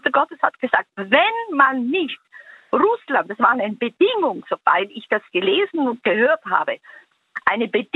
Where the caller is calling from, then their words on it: Innsbruck, Tyrol, Austria; Aus Innsbruck, aus Innsbruck.